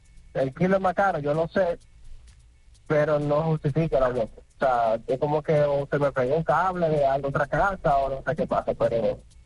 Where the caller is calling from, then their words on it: Santo Domingo, Dominican Republic; Santo Domingo.